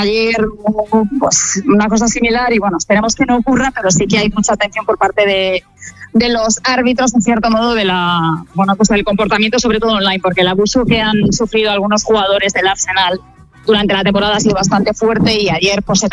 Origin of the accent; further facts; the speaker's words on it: Galicia, Spain; yo soy gallega y a mí que llueva me da igual.